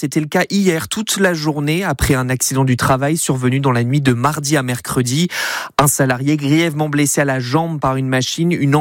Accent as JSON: {"language": "French", "region": "Grand Est", "country": "France", "said": "et deux structures en ont fait les frais chez nous en Lorraine"}